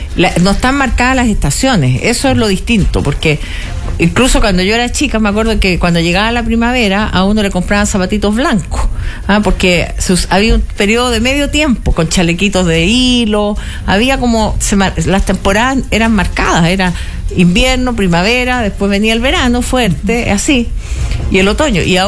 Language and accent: Spanish; Santiago, Santiago Metropolitan Region, Chile; born there; Yo nací en Santiago.